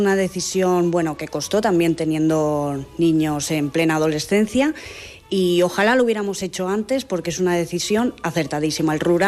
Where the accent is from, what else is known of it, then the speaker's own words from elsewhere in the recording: Mallorca, Balearic Islands, Spain; moved away as an adult; now in Boborás, Spain; soy de Mallorca y vinimos hace un año y medio aquí a vivir a Boborás.